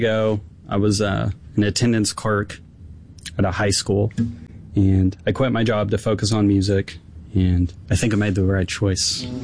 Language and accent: English; Amarillo, Texas, United States; This music is about where I'm from, Amarillo, Texas, in the Texas Panhandle. It's flat, it's really dry, windy, and brutal, and it can seem like a really ugly place in a lot of ways.